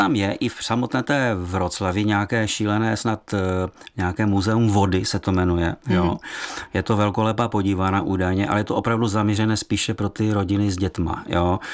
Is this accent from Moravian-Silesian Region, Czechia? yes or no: yes; Ostrava, Moravian-Silesian Region, Czechia; now in Karviná, Czech Republic; A já si nech z Ostravy.